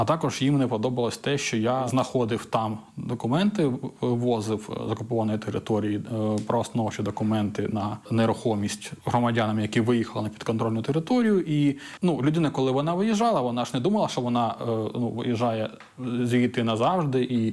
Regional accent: Donetsk Oblast, Ukraine; Ну дивіться, я сам з Донецької області.

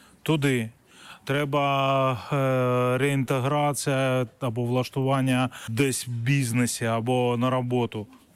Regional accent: Yerevan, Armenia; born or raised there

